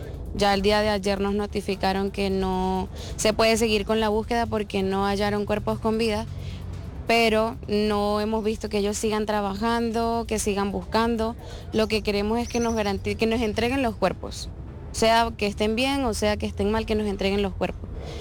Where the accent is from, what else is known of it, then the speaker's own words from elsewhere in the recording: Venezuela; Soy venezolana y vi la situación que pasó en mi país